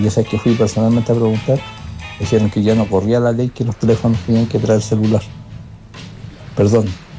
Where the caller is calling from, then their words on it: Calama, Antofagasta, Chile; de Calama.